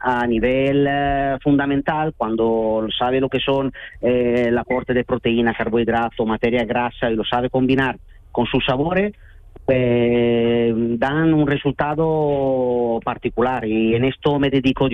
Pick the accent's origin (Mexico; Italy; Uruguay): Italy; pero nosotros como italianos nacemos con el helado.